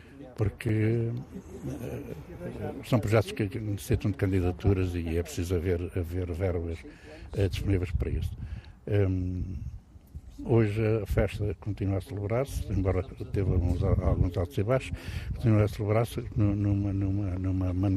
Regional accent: Alpedrinha, Centro, Portugal; eu sou da Alpedrinha

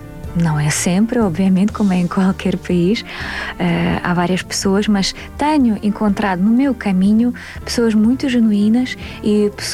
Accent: Minsk, Belarus; now in Portugal; Sou de Minsk, Sim.

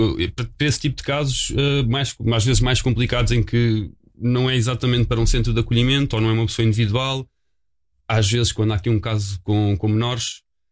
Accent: Sintra, Lisbon, Portugal; Eu sou cá de Sintra, desde sempre nasci aqui, cresci aqui, andei na escola aqui.

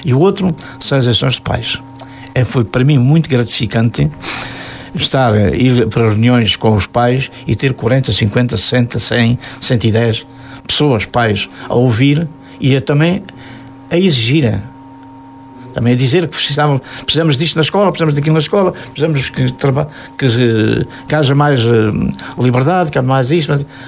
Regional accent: Pias, Portugal; now in Porto Alegre, Brazil; Ser membro das comissões de moradores em Pias, que transformamos.

